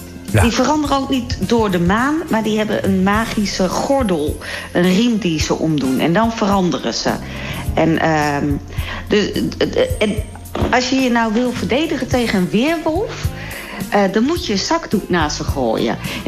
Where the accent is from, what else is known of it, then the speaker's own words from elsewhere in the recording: Raalte, Overijssel, Netherlands; Ik kom uit Raalte.